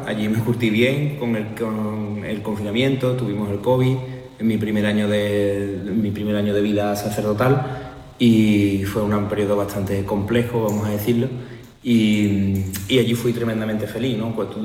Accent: San José de la Rinconada, Andalusia, Spain; also born or lived in Seville; yo soy de San José de la Rinconada, aunque mi familia toda es de la Macarena, de la calle Feria, y yo nací en la calle San Luis.

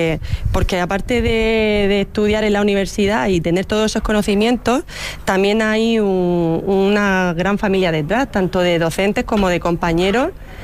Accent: Cartagena, Region of Murcia, Spain; tengo 35 años, soy más de Cartagena que el asiático, o sea, soy de aquí total.

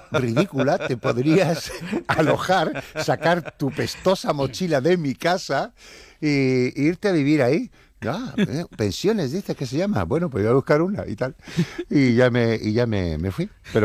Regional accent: Cádiz, Andalusia, Spain; Pues aquí estoy en Cádiz, mi tierra, y feliz de la vida, la verdad.

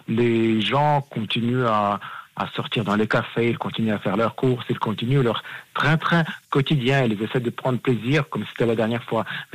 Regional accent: Ukraine; moved away

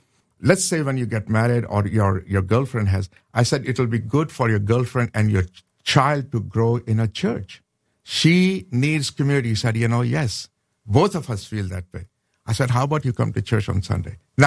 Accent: Pakistan; I said, I'm a Christian from Pakistan. And I teach at Moody.

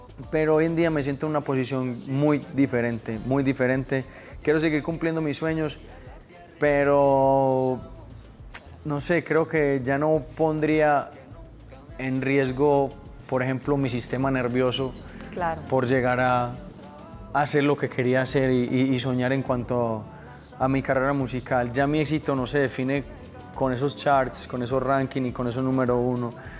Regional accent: Medellín, Antioquia, Colombia; mi tierra, Medellín

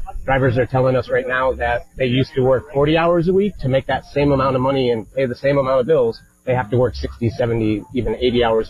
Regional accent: Mount Prospect, Illinois, United States; So I grew up in Mount Prospect, and I've been living in the west suburbs for the past 20 years.

